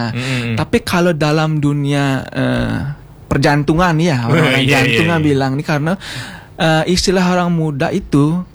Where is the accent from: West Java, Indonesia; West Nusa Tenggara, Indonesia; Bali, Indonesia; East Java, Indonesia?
Bali, Indonesia; Singaraja; Ya, aku asli Singaraja.